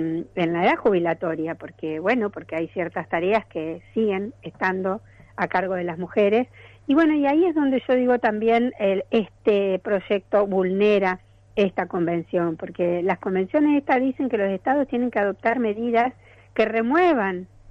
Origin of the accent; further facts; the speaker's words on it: Argentina; nosotros como país, Argentina